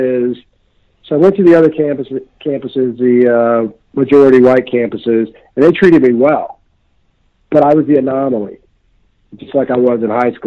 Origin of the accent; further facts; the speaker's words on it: Olathe, Kansas, United States; moved away as an adult; Olathe, where I grew up in Kansas